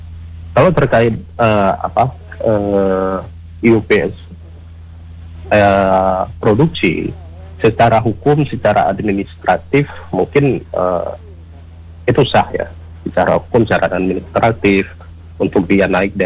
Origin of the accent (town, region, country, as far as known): Aceh, Indonesia